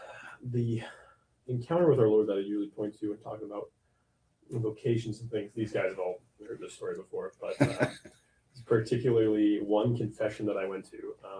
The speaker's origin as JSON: {"language": "English", "town": "Lakota", "country": "United States", "tie": "born or raised there", "said": "when I was growing up in Lakota"}